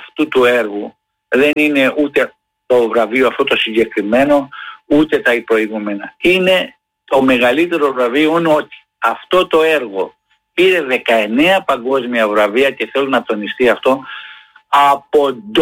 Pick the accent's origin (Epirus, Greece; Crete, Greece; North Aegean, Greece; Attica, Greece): Crete, Greece; Heraklion; στο αγαπημένο μου Ηράκλειο.